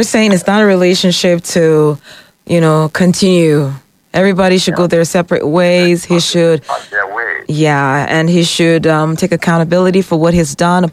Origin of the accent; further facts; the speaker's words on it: Nigeria; as a Nigerian